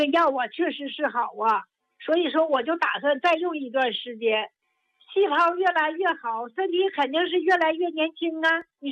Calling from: Harbin, Heilongjiang, China; 我是哈尔滨的老患者了

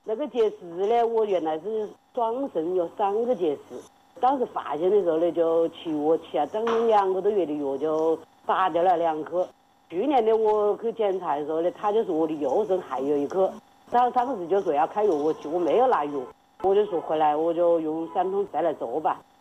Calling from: Wuhan, Hubei, China; 我武汉的。

